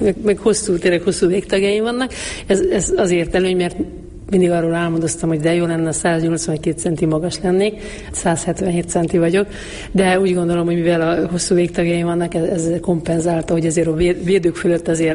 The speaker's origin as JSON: {"language": "Hungarian", "town": "Mezőbánd", "region": "Mureș County", "country": "Romania", "tie": "born or raised there", "first_language": "Hungarian", "moved": "as an adult", "lives_now": "Hungary", "said": "ez egy nagy község ez a Mezőbánda, ahol én születtem, és 13 évesen bekerültem Marosvásárhelyre"}